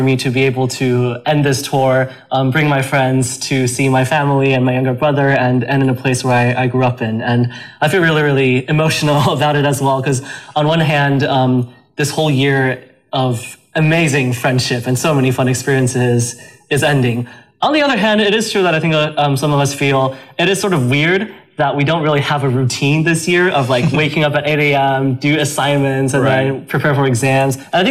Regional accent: China; I'm from China. I grew up here.

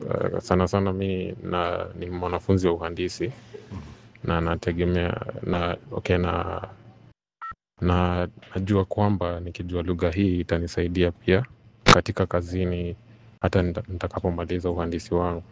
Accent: Nairobi, Kenya; nimetoka county ya Nairobi.

